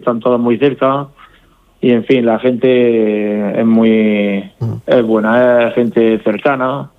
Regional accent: Algezares, Region of Murcia, Spain; Hombre, yo soy de Algezares y también se vive bien, ¿eh? En toda la cordillera se vive bien.

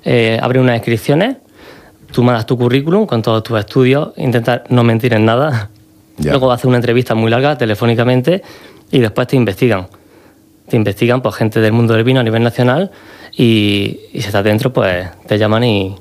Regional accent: Cehegín, Region of Murcia, Spain; Somos los dos de Cejín, fuimos al mismo colegio

